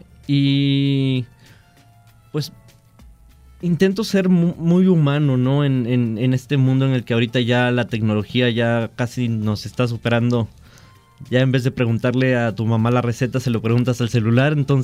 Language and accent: Spanish; Las Choapas, Veracruz, Mexico; moved away; Yo estuve en una secundaria en Las Chuapas, Veracruz, allá de donde soy. Uh-huh. Es una ciudad que está hasta lo último de Veracruz hacia el sur.